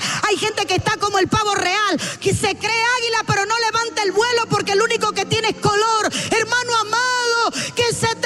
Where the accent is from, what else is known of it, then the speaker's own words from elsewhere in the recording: Cuba; accent: Cuban; se me zafó el cubano